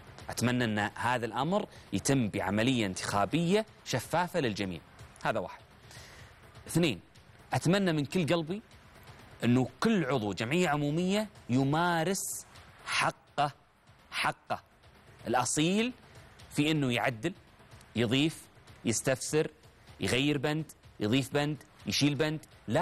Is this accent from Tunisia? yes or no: no; Saudi Arabia; عندنا في المملكة العربية السعودية